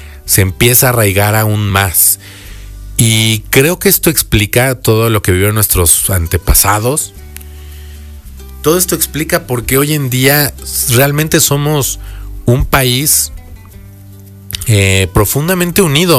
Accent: Mexico; pero que a su vez nos dio tantos derechos como mexicanos

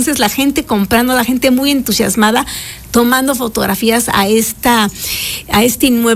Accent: Puebla, Mexico; fui a darme una vuelta como buena poblana

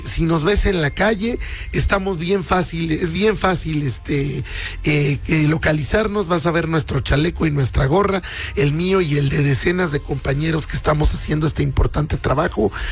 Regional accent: Mexico; y eso es lo que nos hace tan especiales como mexicanos.

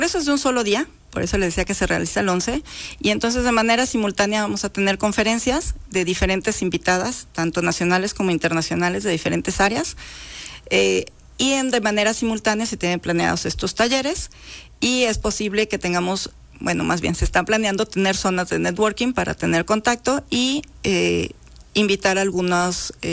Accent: Veracruz, Mexico; yo soy de una ciudad pequeña del centro de Veracruz

